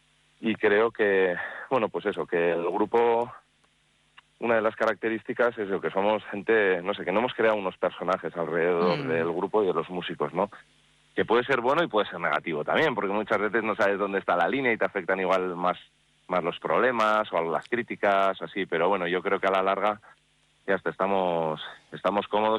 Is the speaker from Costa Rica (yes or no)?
no; Vitoria-Gasteiz, Basque Country, Spain; born there; also born or lived in Yécora; Yo soy nacido aquí en Gasteiz y, pues igual, en invierno estoy más en Gasteiz, en verano más en Yécora.